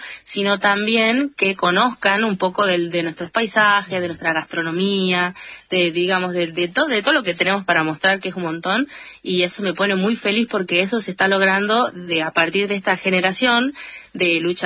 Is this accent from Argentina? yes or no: yes; San Miguel de Tucumán, Tucumán, Argentina; now in Yerba Buena, Argentina; De Tucumán, bueno, toda mi vida viví en Tucumán capital. Y ahora vivo en Yerba Buena, que es como a 20 minutos de capital.